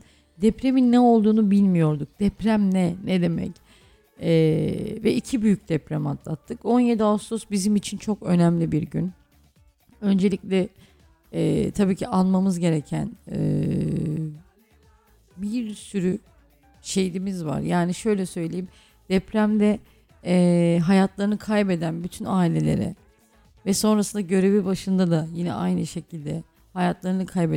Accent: Düzce, Turkey; Düzce firması kardeşim. Düzce'liyiz biz be.

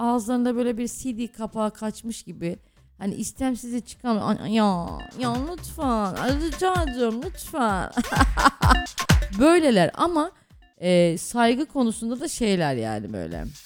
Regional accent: Düzce, Turkey; Biz Düzceliyiz kardeşim. Biz tanımıyor musunuz? Biz Düzceliyiz falan.

